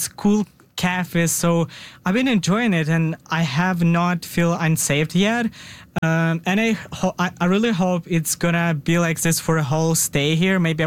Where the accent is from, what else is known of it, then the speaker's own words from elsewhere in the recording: Ukraine; moved away as an adult; also born or lived in Regina, Canada; now in Winnipeg, Canada; So originally I'm from Ukraine, and I moved to Canada, specifically to Regina, in 2022. It was like almost 4 years now